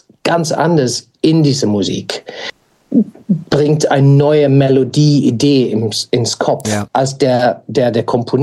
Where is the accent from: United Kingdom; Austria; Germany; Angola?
United Kingdom; German is a second language; Und das bedeutet für mich auch die Text als Brite natürlich englischsprachige Text ist etwas, das ich höre sehr gerne zu.